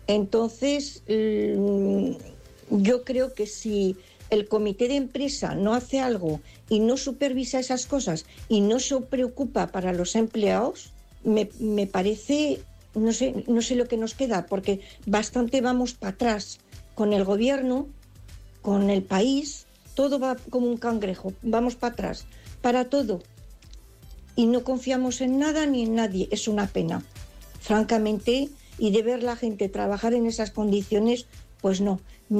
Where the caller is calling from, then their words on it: Zaragoza, Aragon, Spain; Hola, buenas tardes. … de Zaragoza.